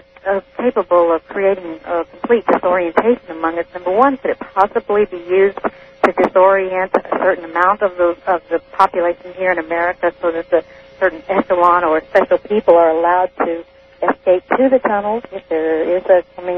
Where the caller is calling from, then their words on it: Phoenix, Arizona, United States; I'm calling from Phoenix, Arizona.